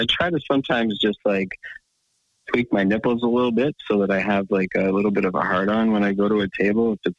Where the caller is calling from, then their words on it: Whitby, Ontario, Canada; I live in Whitby.